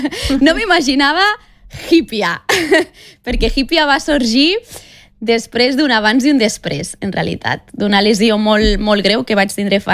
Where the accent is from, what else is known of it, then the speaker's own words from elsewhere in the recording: Catalonia, Spain; catalana perquè sóc catalana, el meu cor és català, estimo la meva terra i és el que vull expressar a les meves cançons.